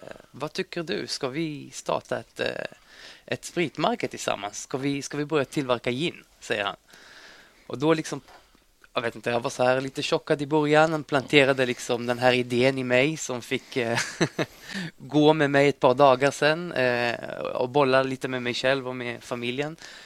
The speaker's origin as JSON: {"language": "Swedish", "country": "Israel", "second_language": "Swedish", "moved": "yes", "lives_now": "Stockholm, Sweden", "said": "Och i tidigare i mitt arbetsliv har jag jobbat genom event. Israel faktiskt, där jag kommer ifrån."}